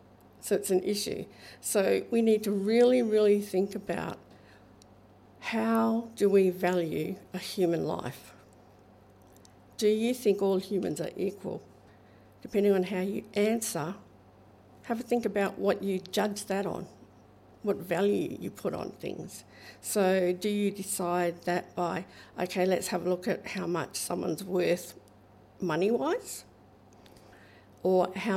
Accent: Geraldton, Western Australia, Australia; born there; also born or lived in Noongar country, Western Australia; Now, I'm not Yamaji, I come from Noongar country. But I was born here, so I'm a Yemiji in that way.

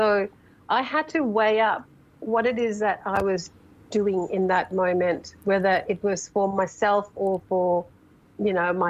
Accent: Wyndham, Western Australia, Australia; I'll go right back to being a kid in Wyndham, because a lot of people may not know that I grew up in Wyndham and the East Kimberley, but family know me.

